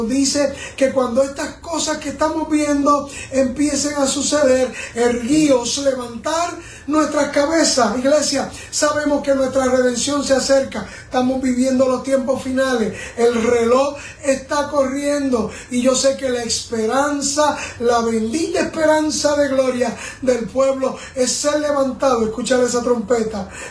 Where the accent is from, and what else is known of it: Puerto Rico